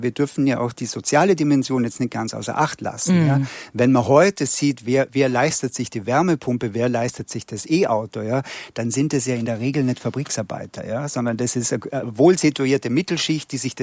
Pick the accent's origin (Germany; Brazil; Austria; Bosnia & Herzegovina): Austria; moved away; ich bin ja aus Österreich